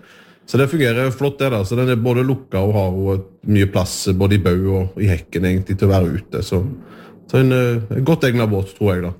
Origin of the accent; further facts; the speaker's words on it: Western Norway, Norway; som vestlending og ute på Haugalandet med å bruke den, så det har føltes naturlig.